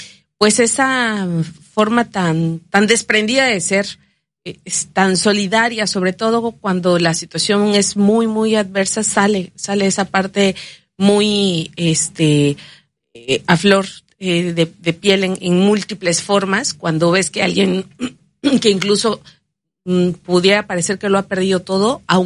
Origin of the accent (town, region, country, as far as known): Mexico